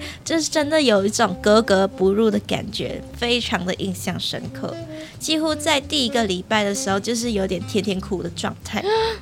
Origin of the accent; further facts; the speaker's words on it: Malaysia; now in Taiwan; 因为我就是马来西亚人，在我眼里有点类似，